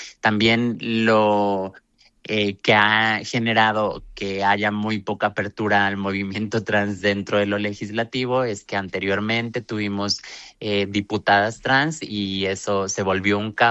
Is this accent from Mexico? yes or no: yes; Mexico; el gobierno que supuestamente de izquierda tenemos acá en México